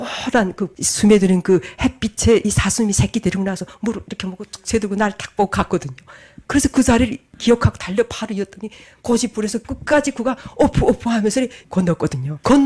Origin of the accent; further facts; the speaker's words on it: North Korea; 나도 자기가 같은 북한 여자인데 한국 나가서 5년 동안 돈 벌고 아이 몰라 들어왔다.